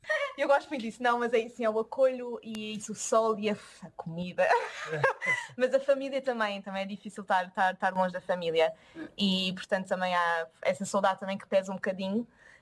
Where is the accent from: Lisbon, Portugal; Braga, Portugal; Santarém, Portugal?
Lisbon, Portugal; moved away as an adult; Eu também sou de Lisboa e também fiz a minha formação em Lisboa até sair de Portugal, portanto... bastante sentada lá em Lisboa.